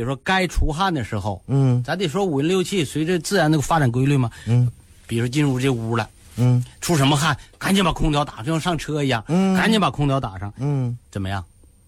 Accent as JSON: {"language": "Chinese", "region": "Northeast China", "country": "China", "said": "尤其是在东北啊，因为我是东北人嘛"}